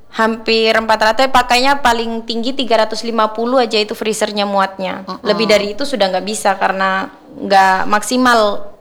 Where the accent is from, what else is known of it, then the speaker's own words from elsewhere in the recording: Java, Indonesia; kita orang Jawa